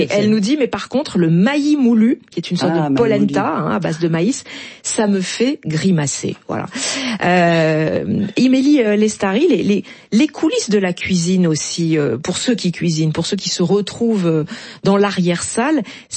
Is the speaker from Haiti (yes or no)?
yes; Haiti; now in abroad; En tant qu'haïtienne, même si je ne suis pas au pays, ça me ramène à ma terre. En tant qu'expatriée, je cherche toujours les saveurs locales.